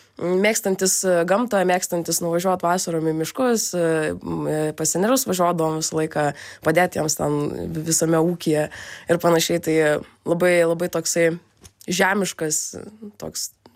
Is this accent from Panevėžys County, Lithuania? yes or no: no; Gargždai, Klaipėda County, Lithuania; moved away; Gargžduose. Aš esu iš Gargždų, iš miestelio prie Klaipėdos. Ir labai džiuguosi iš tikrųjų, kad tenais gimiau. Labai myliu tą miestą ir mano tėvai vis dar ten gyvena.